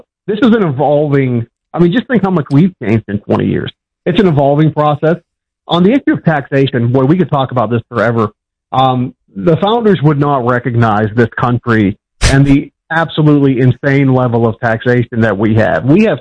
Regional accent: Pittsburgh, Pennsylvania, United States; You know, I'm from Pittsburgh. If I had gone into the family business, I would have been a fourth generation steel worker.

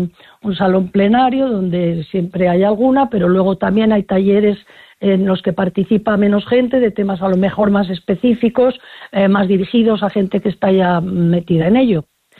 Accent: Soria, Castile and León, Spain; aunque los sorianos siempre somos acogedores

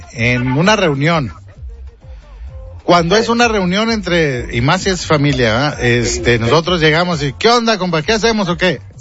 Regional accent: Monterrey, Nuevo León, Mexico; Si somos regios, a la gente de otras partes les cae gordo, pero tenemos una ciudad bien bonita.

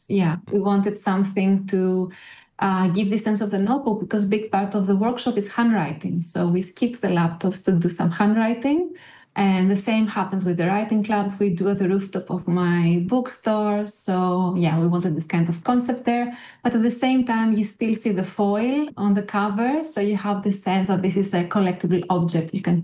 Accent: Athens, Attica, Greece; I come from Athens in Greece

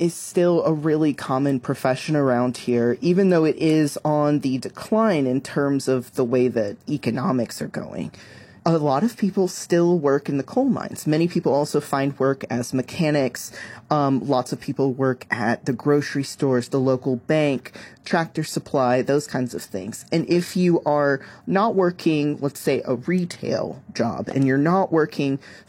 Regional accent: Texas, United States; moved away as an adult; also born or lived in Florida; now in Southwest Virginia, United States; So I grew up in Texas, then I moved to Florida for 6 years to do graduate school, and then I came up to Southwest Virginia.

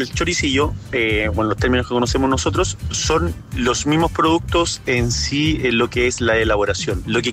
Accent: San Carlos, Ñuble, Chile; now in Los Ángeles, Chile; Les habla el profe de acá de Los Ángeles. Grande. Pero soy oriundo de San Carlos Ñuble. Ahí en comuna donde se fabrica la longaniza.

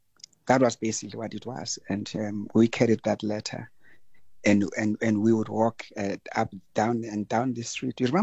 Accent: Durban, KwaZulu-Natal, South Africa; I come from Umlazi Township.

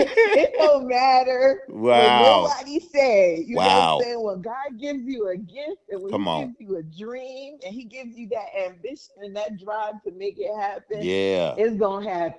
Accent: Brooklyn, New York, United States; now in Long Island, United States; I grew up in Brooklyn. I'm really at heart a Brooklyn girl. So I started out, I grew up in Brooklyn, and then my career started in Queens, and I raised my kids in Long Island. So I am a real New Yorker.

